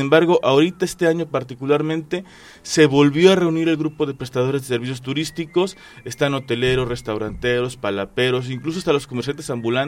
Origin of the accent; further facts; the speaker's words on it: Barra de Cazones, Veracruz, Mexico; Pues yo soy también de la Barra de Cazones, allá crecí. Mi mamá allá se hizo de un espacio donde hemos ido construyendo, sí, una casa a lo largo de toda la vida.